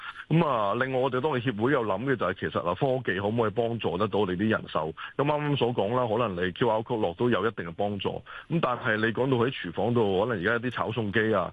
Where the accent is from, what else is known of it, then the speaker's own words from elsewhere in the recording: Hong Kong; 我哋都身為香港人